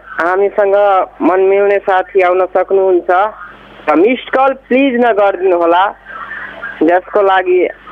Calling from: Lahan, Madhesh Province, Nepal; सिराहा लहान.

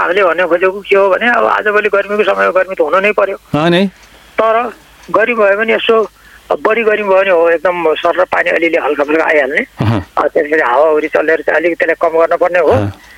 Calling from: Banke, Lumbini Province, Nepal

